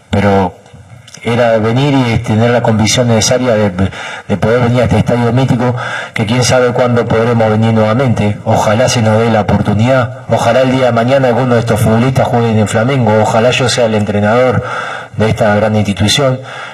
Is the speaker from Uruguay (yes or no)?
yes; Uruguay; Yo soy uruguayo, la historia del 50, la de Julio Varela, de venir a un estadio con 200.000 personas y que se le dé el campeonato mundial Uruguay.